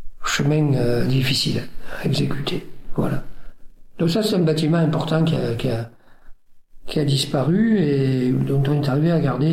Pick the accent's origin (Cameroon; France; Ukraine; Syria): France; Aigues-Mortes, Occitanie; born there; Je suis née au boulevard Gambetta.